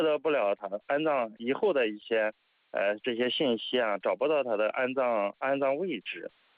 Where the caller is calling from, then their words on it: Xinxiang, Henan, China; 这个我是新疆的，河南新疆的